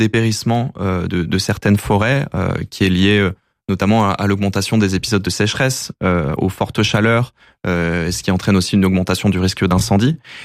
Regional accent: the Alps, France; Moi, je peux en parler personnellement. Je viens des Alpes.

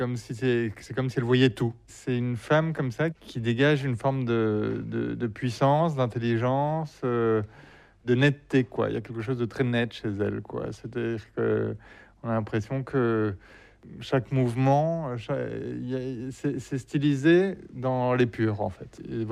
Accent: Spain; Moi, j'ai grandi en Espagne.

